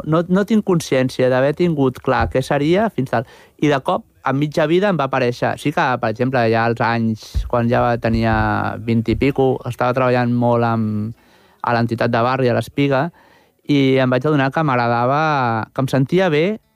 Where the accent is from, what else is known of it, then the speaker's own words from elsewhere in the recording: Barcelona, Catalonia, Spain; I ara jo faig molta més vida al meu barri de les Corts o baixo cap a Sants. A la meva infantesa no vam baixar mai cap a Sants.